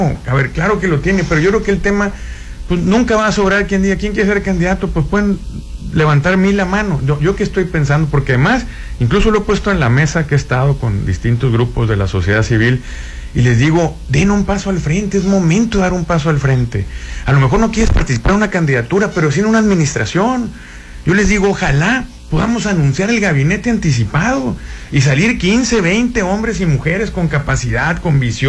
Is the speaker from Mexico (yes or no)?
yes; Sinaloa, Mexico; Antes que priista, soy sinaloense. Y yo toda mi vida he sido priista y le pido a Dios morir priista, pero antes que priista soy sinaloense